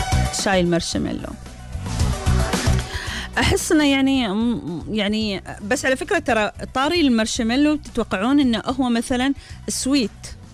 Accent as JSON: {"language": "Arabic", "country": "United Arab Emirates", "said": "بس في ترند جديد بعده يعني موجود بس مش عندنا في الإمارات ولا بدول الخليج"}